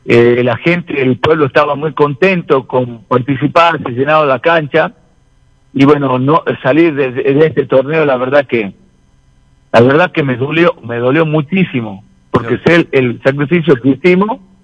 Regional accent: Argentina; uno como argentino quiere ganar

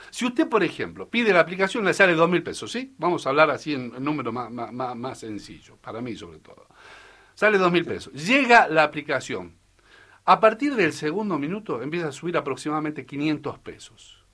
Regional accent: Salta, Argentina; Anta, mi tierra arisca!

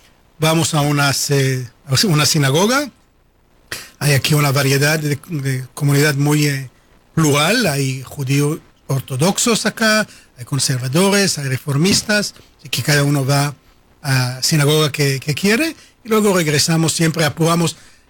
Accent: Gedera, Central District, Israel; born there; Spanish is a second language; Yo nací en Israel, en una ciudad que se llama Gedera.

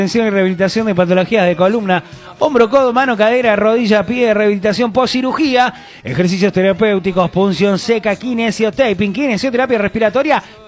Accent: Córdoba, Argentina; Soy cordobés.

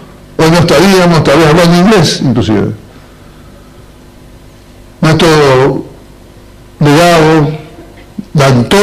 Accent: Misiones, Argentina; como misioneros, debemos pensar

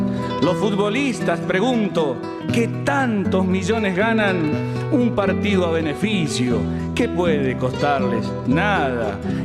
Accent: Argentina; Perdón como argentino, me avergüenza y me da rabia porque lo abandonamos cuando más nos precisaba. Y gracias por lo que fue y lo que hizo por mi patria

